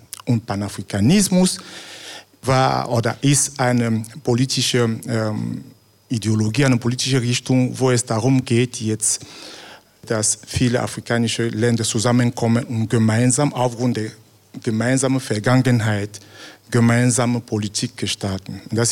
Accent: Cameroon; now in Austria; Ich meine jetzt, ich komme aus Kamerun, und wir sind immer daran gewöhnt, dass die Kolonialmacht uns immer in Ethnien geteilt hat.

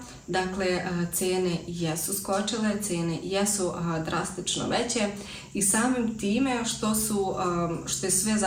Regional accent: Serbia; now in Austria; kao što bi imao, na primjer, kod nas u Srbiji u državnim bolnicama.

